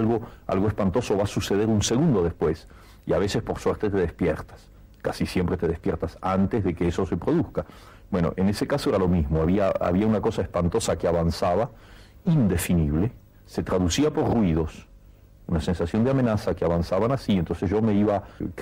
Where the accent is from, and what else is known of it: Argentina